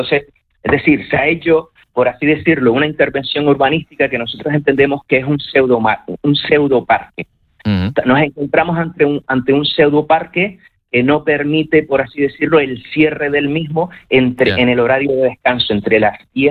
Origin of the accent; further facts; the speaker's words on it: Canary Islands, Spain; Nosotros somos canarios